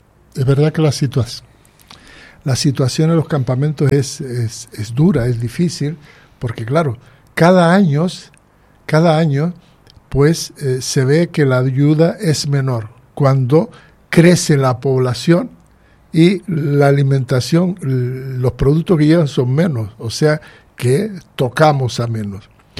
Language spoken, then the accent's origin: Spanish; Western Sahara